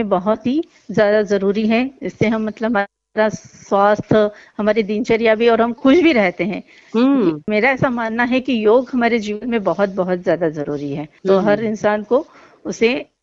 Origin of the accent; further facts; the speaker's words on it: Khandwa, Madhya Pradesh, India; also born or lived in Ujjain; मेरा जन्म महाकाल की नगरी उज्जैन में हुआ था और मेरा बचपन यही खंडवा में ही बीता है और मेरा शैक्षणिक सफर भी पूरा खंडवा था कि मेरा विवाह भी खंडवा में ही हुआ है।